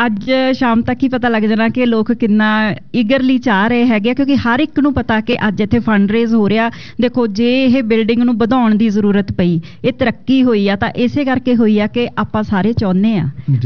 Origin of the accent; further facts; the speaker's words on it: Punjab, India; now in Canada; ਅਤੇ ਸਾਡੇ ਲਈ ਬੜੀ ਮਾਣ ਵਾਲੀ ਗੱਲ ਹੈਗੀ ਆ ਕਿ ਅਸੀਂ ਕੈਨੇਡਾ ਦੇ ਵਿੱਚ ਆਏ ਹਾਂ ਪੰਜਾਬ ਤੋਂ, ਅਤੇ ਅੱਜ ਸਾਡਾ ਇੱਥੇ ਵੀ ਇੱਕ ਮਿੰਨੀ ਪੰਜਾਬ ਜਿਵੇਂ ਆਪਾਂ ਕਹਿੰਦੇ ਹਾਂ ਵਸਾਇਆ।